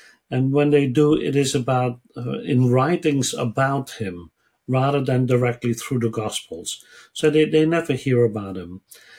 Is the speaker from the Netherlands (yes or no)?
yes; eastern Netherlands, Netherlands; moved away as an adult; also born or lived in Israel; now in Australia; I was born in the Netherlands in the 1960s. It's a small place in the east of the Netherlands, a very small community.